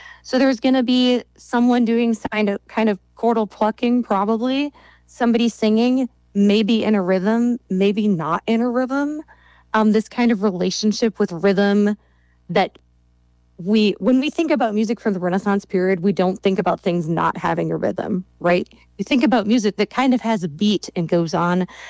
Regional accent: Minnesota, United States; now in Brooklyn, United States; I grew up in Minnesota, which I also love

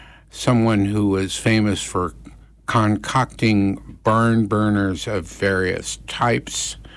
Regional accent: Cincinnati, Ohio, United States; there actually is now a radio station called WKRP located in my hometown of Cincinnati. When I was growing up in the morning, we listened to WKRC

